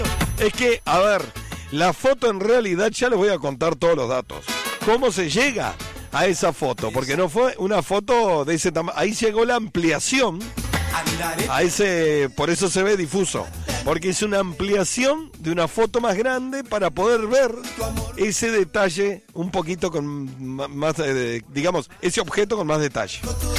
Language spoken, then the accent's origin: Spanish; Paysandú, Uruguay; born there; now in Toledo, Uruguay; A ver, Ariel, si bien vivo en Toledo, soy nacido en Paysandú. Y de niña, escuchen esto, escuchaba a los adultos hablar de ese tipo de avistamientos.